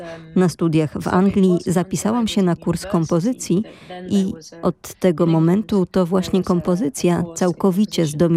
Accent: France; moved away as an adult; also born or lived in England; Mój ojciec jest Anglikiem, mama francuską, a wychowałam się we Francji.

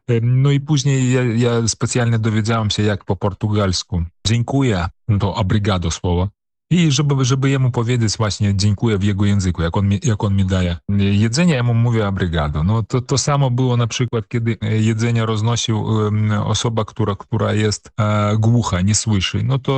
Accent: Grodno Region, Belarus; first language Polish; moved away as an adult; Urodziłem się w Związku Sowieckim, czyli w państwie totalitarnym, gdzie Polaków miało w wypadku BSSR, czyli Białoruskiej Socjalistycznej Republiki Radzieckiej, miało w ogóle nie być.

